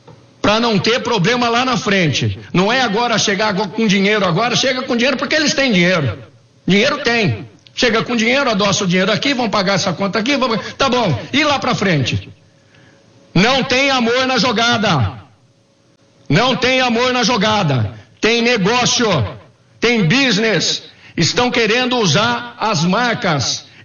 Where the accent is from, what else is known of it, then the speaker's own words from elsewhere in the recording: Campinas, São Paulo, Brazil; Eu, como campineiro, posso falar nisso.